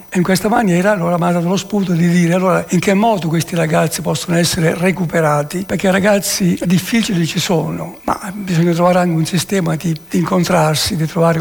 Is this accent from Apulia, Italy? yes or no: yes; Accadia, Apulia, Italy; now in Sorisole, Italy; Sorisole, provincia di Bergamo, ma sono originario di Accadia, che è in provincia di Foggia.